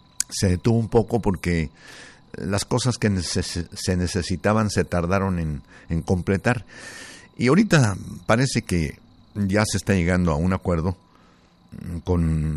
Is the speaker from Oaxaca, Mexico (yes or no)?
no; Zacatecas, Mexico; moved away as an adult; now in Los Angeles, United States; fuimos hasta Zacatecas, a filmar la casa donde yo nací, donde yo jugaba, el colegio donde yo estudié, donde hice la primaria, la secundaria, la preparatoria